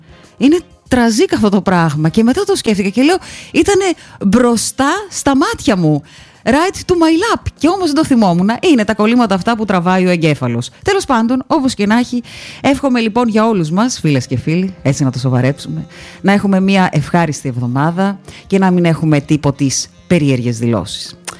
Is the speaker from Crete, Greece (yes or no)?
no; Karditsa, Thessaly, Greece; από τα μέρη μου, από την Καρδίτσα